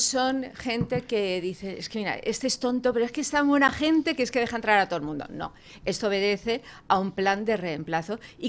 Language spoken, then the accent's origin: Spanish; Spain; O sea, es que aunque yo no contribuya, es que si yo he decidido, si, ¿por qué? O sea, es que yo soy española